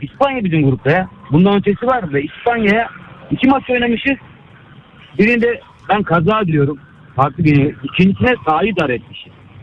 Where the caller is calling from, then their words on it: Istanbul, Turkey; İstanbul'dan arıyorum.